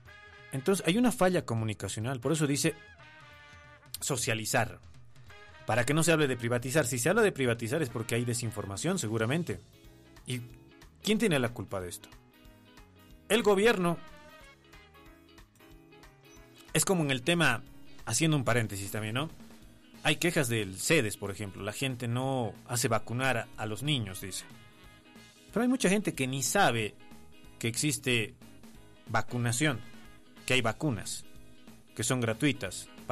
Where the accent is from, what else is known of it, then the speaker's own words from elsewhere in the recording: Bolivia; todos los bolivianos es unirnos nuevamente como bolivianos